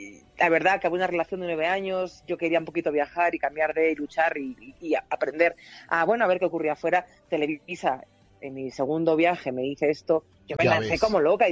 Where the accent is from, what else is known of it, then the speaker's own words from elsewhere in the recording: Spain; pertenezco a un movimiento donde, como española, que creo, porque a veces voy a España y digo